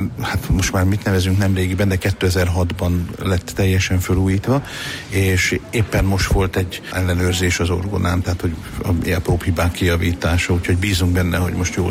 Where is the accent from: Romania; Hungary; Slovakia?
Slovakia; Šamorín, Trnava Region; also born or lived in Vojka nad Dunajom; Én felvidéki vagyok, én Somorjáról, illetve hát igazából Vajkáról származom, tehát itt nem is olyan messze a Duna túloldaláról